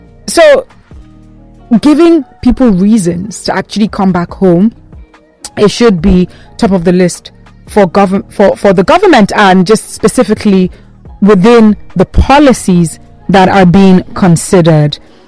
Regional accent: Nigeria; because I am a Nigerian

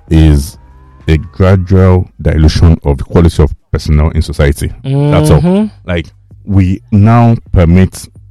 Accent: Nigeria; as a Nigerian

